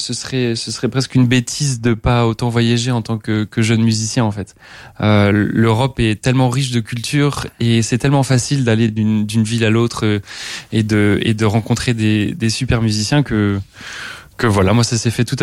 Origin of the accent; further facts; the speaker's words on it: Grand Est, France; moved away as an adult; also born or lived in Paris, France; Je suis alsacien.